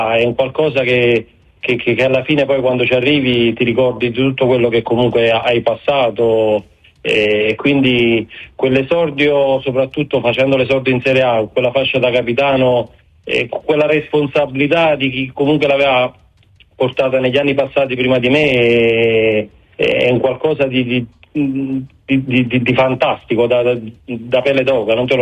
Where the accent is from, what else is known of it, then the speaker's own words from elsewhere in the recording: Naples, Campania, Italy; come me da napoletano